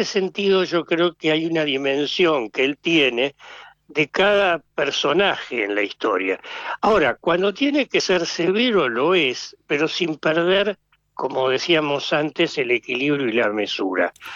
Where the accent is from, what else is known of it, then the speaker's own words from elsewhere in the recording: Argentina; esto es muy nuestro, muy argentino